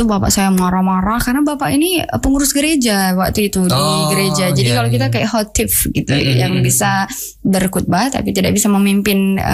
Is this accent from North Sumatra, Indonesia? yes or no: yes; North Sumatra, Indonesia; moved away; also born or lived in Pematangsiantar; SMA Katolik ini di Siantar kan, jauh dari kampung saya. Saya tuh di kampung yang sangat kecil, sangat pedalaman.